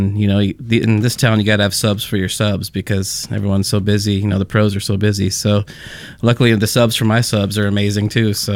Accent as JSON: {"language": "English", "region": "Florida", "country": "United States", "tie": "born or raised there", "said": "I grew up in Florida"}